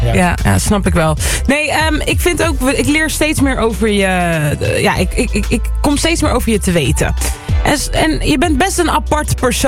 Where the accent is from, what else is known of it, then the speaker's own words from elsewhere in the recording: Amsterdam, North Holland, Netherlands; Ik kom ook uit Amsterdam.